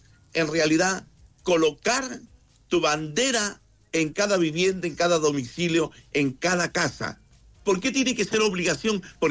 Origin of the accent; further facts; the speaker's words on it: Chile; tenemos que sentir que los 365 días del año somos chilenos de corazón